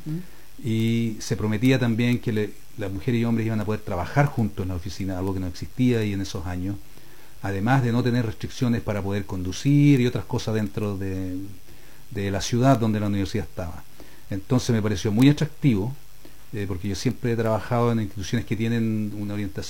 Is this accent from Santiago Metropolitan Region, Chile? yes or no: no; Río Bueno, Los Ríos, Chile; now in La Unión, Chile; Yo soy de Río Bueno, originalmente, sí, de Río Bueno.